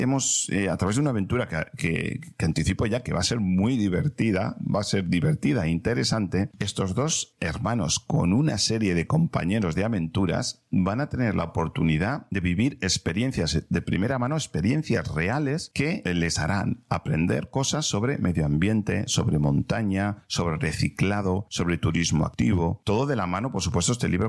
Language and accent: Spanish; Valencian Community, Spain